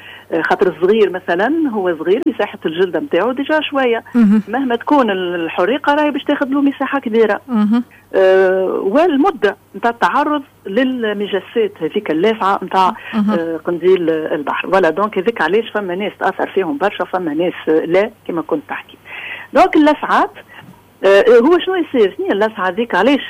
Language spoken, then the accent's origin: Arabic; Tunisia; accent: Tunisian; بلهجتنا احنا التونسية